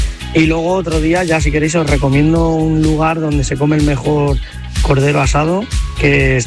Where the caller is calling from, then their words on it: Collado Villalba, Community of Madrid, Spain; ¿Qué tal? … Collado Villalba.